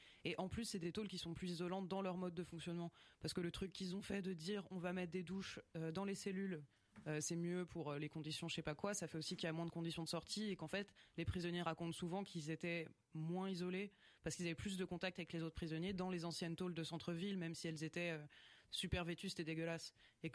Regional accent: Roubaix, Hauts-de-France, France; parce que ma famille est restée dans le Nord, Hauts-de-France. Je suis de Roubaix

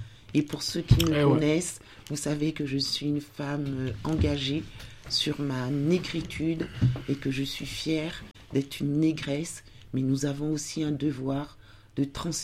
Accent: Benin; now in France; je pars au Bénin à Cotonou, je vais me ressourcer dans mon pays d'origine, chose que je n'avais pas encore eu l'occasion de faire.

